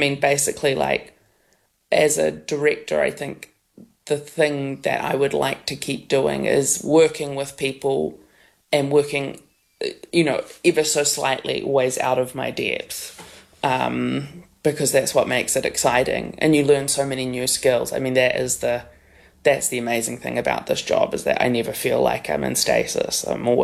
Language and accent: English; New Zealand; There is an element of like swindling that I lack, maybe through my nature of being a New Zealander or something